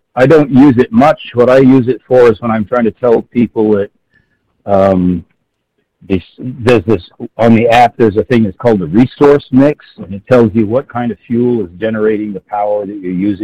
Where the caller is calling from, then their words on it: Plainfield, Vermont, United States; in Plainfield.